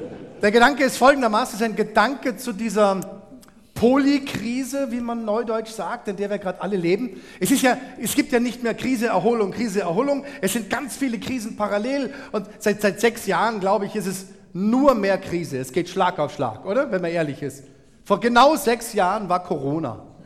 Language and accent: German; Munich, Bavaria, Germany; now in Freiburg, Germany; ich komme aus München, ich lebe in Freiburg und meine Mutter kommt aus Meran.